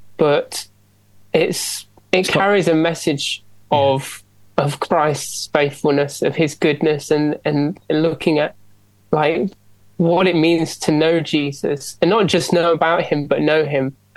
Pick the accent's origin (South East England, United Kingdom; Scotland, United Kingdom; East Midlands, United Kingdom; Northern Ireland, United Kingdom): East Midlands, United Kingdom; Nottingham; moved away as an adult; also born or lived in London / Leeds; I'm from Nottingham originally.